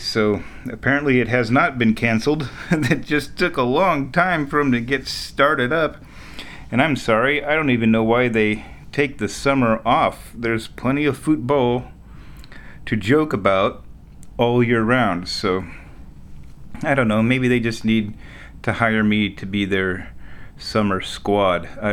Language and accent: English; United States; now in Omaha, United States; I'm also obsessed with pies, but being as I'm an American, I can't get any good pies. Can't get a chicken Balti pie to save your life here in Omaha, Nebraska.